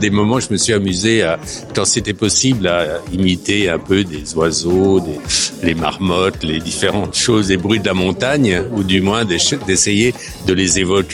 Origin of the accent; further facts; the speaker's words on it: Switzerland; now in France; je vis en France, j'ai travaillé en France, mais je suis suisse d'origine.